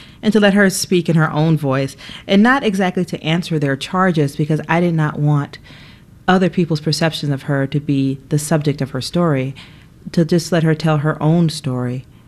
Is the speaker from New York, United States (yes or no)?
no; Atlanta, Georgia, United States; I grew up in Atlanta during the child murders.